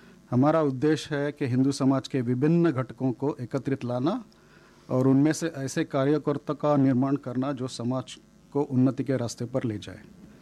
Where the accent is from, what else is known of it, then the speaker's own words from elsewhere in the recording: Mumbai, Maharashtra, India; moved away as an adult; now in Sydney, Australia; और मैं मूलतः सचिन तेंदुलकर के जगह से आता हूं जो मुंबई महाराष्ट्र है।